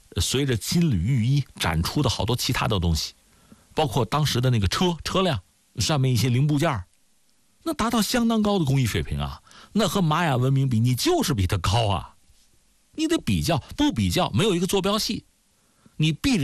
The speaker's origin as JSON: {"language": "Chinese", "country": "China", "said": "我们中国人对这个世界也要完成最新一轮的观察探索理解"}